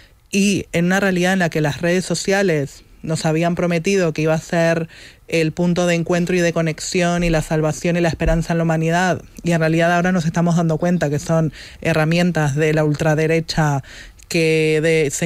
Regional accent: Uruguay

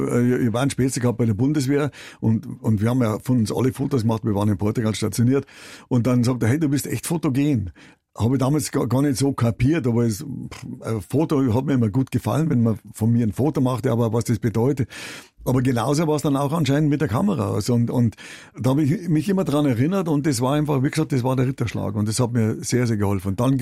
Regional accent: Bavaria, Germany; born there; ich bin hier in Bayern geboren, ich liebe meinen Glauben, ich liebe diese Kultur und alles hier und her, tut mir leid.

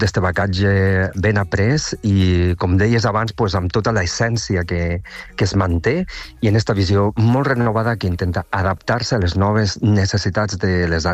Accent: Tortosa, Catalonia, Spain; born or raised there

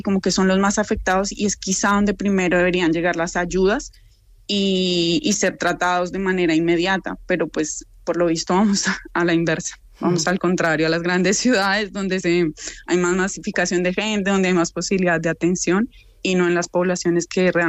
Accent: Bogotá, Colombia; asociación en la cual estamos varias colombianas de diferentes zonas del país. Yo, por ejemplo, pues soy de Bogotá

